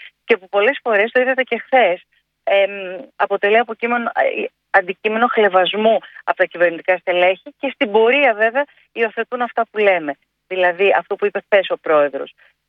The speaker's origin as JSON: {"language": "Greek", "town": "Thessaloniki", "region": "Central Macedonia", "country": "Greece"}